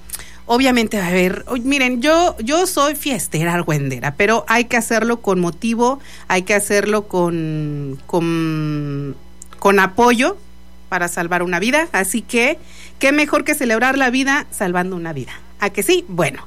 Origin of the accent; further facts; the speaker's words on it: Mexico; Soy mexicano. Es mi bandera.